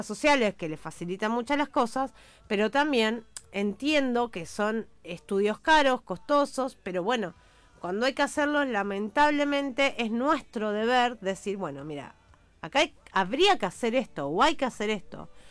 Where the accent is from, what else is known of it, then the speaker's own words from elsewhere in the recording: Rosario, Santa Fe, Argentina; moved away; yo me transpolo a Rosario, que es de la ciudad de donde vengo